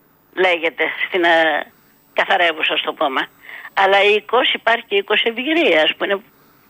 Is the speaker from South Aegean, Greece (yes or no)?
no; Corinth, Peloponnese, Greece; born there; now in Athens, Greece; Ωραία χρόνια και εκεί στην επαρχία, στην Κόρινθο. Λοιπόν. Έζησα, μετά ήρθα στην Αθήνα.